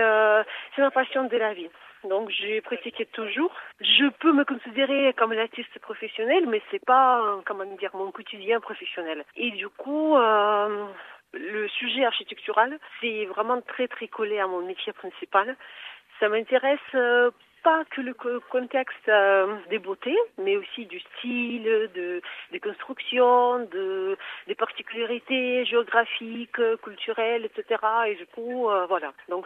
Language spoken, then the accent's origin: French; Samara, Samara Oblast, Russia; Mais déjà, j'ai profité bien sûr de présenter ma ville natale, Samara. C'est une grande ville en Russie, mais très peu connue